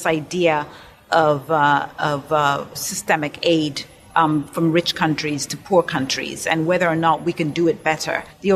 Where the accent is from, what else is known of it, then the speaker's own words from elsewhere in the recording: Zambia; moved away as an adult; I was born in Zambia at a time when blacks were not issued birth certificates